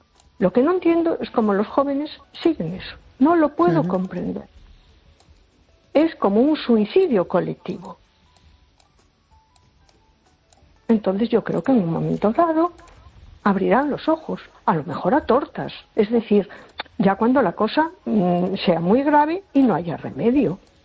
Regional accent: A Coruña, Galicia, Spain; Hola, buenas noches … de Coruña.

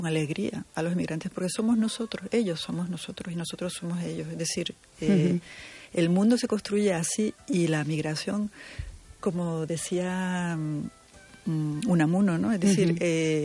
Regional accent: Spain; yo desde luego como española me siento muy, muy orgullosa de que en mi país haya gente así en la historia

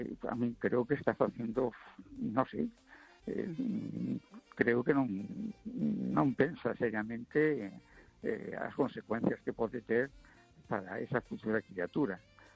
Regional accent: A Coruña, Galicia, Spain; Vamos a ver … de Coruña.

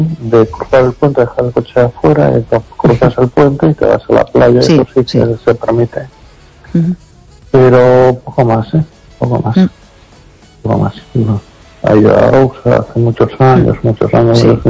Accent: Las Palmas de Gran Canaria, Canary Islands, Spain; A ver, yo, con todo mi respeto, soy pueblo canario. Yo en las Canarias, en la Palma de Gran Canaria, yo donde me iría si tuviese que volver

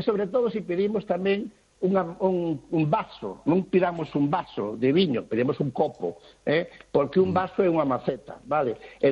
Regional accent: Galicia, Spain; non, son galego, estou unha beiriña e tal.

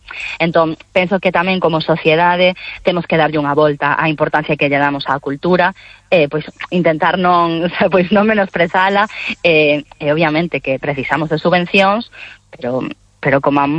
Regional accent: Galicia, Spain; nos tamén somos creadoras galegas, co cal sempre a nosa visión, o facemos dende a nosa idiosincrasia

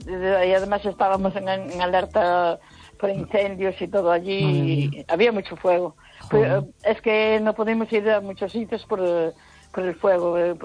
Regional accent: Galicia, Spain; Ay, mi tierra gallega, de los Tamara.

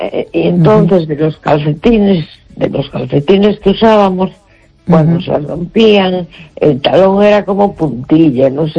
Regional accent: A Coruña, Galicia, Spain

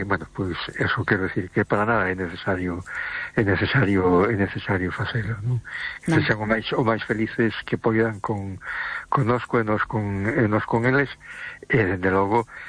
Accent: A Coruña, Galicia, Spain; Hola, buenas noches, Esther. … de Coruña.

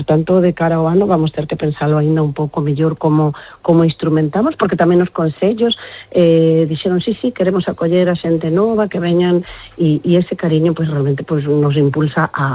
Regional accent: Uruguay; now in Galicia, Spain; eu son de Uruguai

